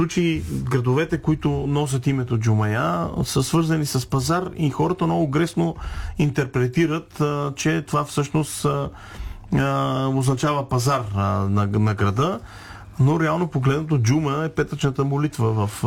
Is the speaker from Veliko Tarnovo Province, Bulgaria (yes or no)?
no; Boboshevo, Kyustendil Province, Bulgaria; Моето родно място, Бобошево